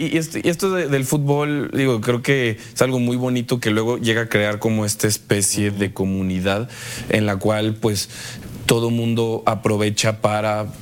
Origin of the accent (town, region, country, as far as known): Mexico